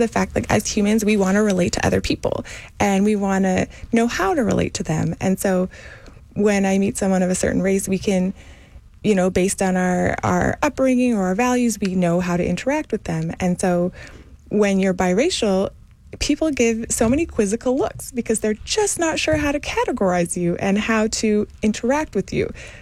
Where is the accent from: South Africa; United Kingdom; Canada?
Canada; moved away as an adult; now in Houston, United States; I'm Canadian. So I moved here about 13 years ago now, 12 years.